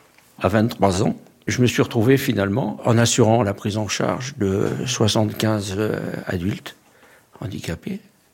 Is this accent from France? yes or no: yes; Laval, Pays de la Loire, France; Je vais avoir 78 ans. Je suis donc natif de Laval, de la Mayenne.